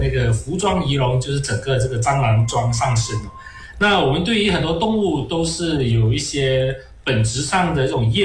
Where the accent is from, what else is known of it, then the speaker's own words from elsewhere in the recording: Malaysia; 过去我们马来西亚人常常在华人群里面常常提到一首说